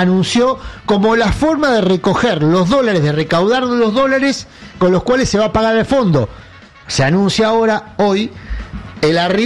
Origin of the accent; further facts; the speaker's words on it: Argentina; los argentinos, que somos argentinos de bien, pero al mismo tiempo somos bastante pelotudos